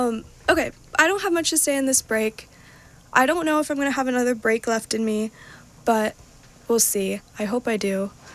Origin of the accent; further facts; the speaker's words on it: India; Okay, I'm Indian, and it sounded like kind of like hymns, kind of like old Indian music.